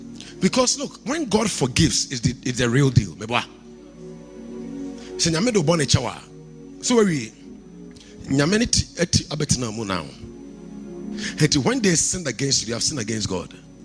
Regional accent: Kumasi, Ashanti, Ghana; I come from Kumasi.

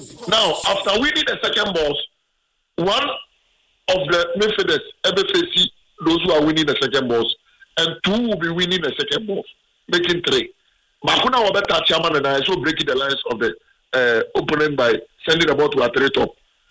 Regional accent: Ghana; as a Ghanaian

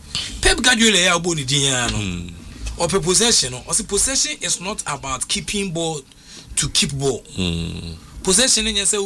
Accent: Nigeria; He was a very good friend of mine. I'm from Nigeria.

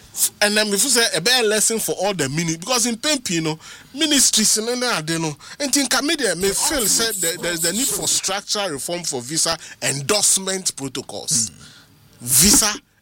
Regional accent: Ghana; But I mean, could be as a man, but I only rationalize the issue as a Ghanaian.

